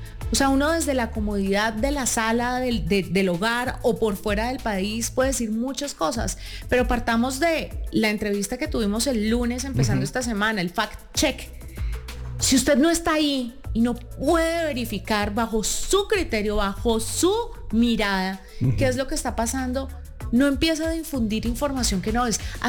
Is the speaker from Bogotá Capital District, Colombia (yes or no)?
no; Valle del Cauca, Colombia; now in Bogotá, Colombia; yo soy del Valle, toda mi familia está en Cali, mi mamá vive en Buga, yo entiendo y soy cercana al dolor de la gente, aunque esté viviendo en Bogotá con mi hijo